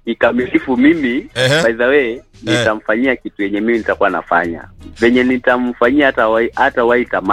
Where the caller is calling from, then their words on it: Tana River County, Kenya; hii maeneo ya kwetu ya Tana River.